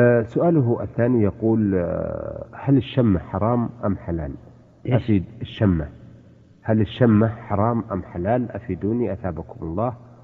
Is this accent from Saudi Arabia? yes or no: yes; Riyadh, Riyadh Province, Saudi Arabia; عندنا في الرياض